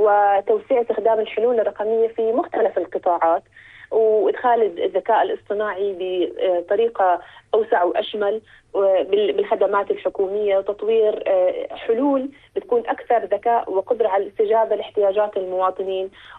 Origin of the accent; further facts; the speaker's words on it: Jordan; عندنا في الأردن.